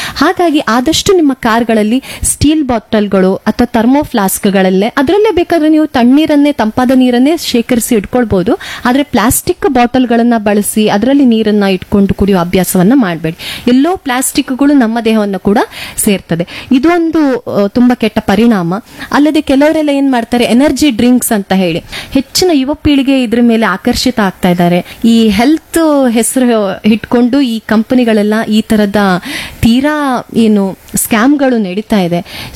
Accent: Karnataka, India; ಯಾಕಂದ್ರೆ ಈಗ ಈ ಬಿಸಿಲಾಘಾತದಿಂದ ನಮ್ಮ ಊರಲ್ಲಿ 40°C ಇಲ್ಲದೆ ಇದ್ರೂ ಸಹ 35°C ನಮ್ಗೆ ಸಾಕಾಗ್ತದೆ ಉಡುಪಿ ಮಂಗಳೂರಿನವರಿಗೆ.

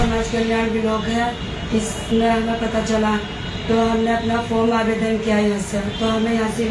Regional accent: Mandawar, Uttar Pradesh, India; मंडावर बिजनौर से आवाज करती रहने वाली।

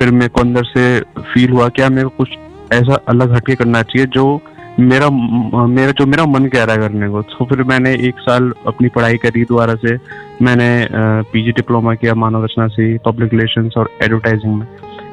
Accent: Faridabad, Haryana, India; और मैं फरीदाबाद का ही रहने वाला हूँ

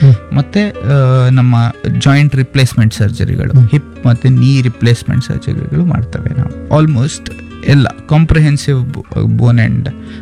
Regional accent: Karnataka, India

